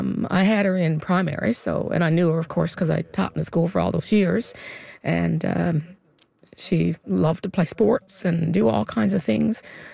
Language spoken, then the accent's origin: English; Burgeo, Newfoundland and Labrador, Canada; I'm from Burgio, Newfoundland, and I'm a retired teacher.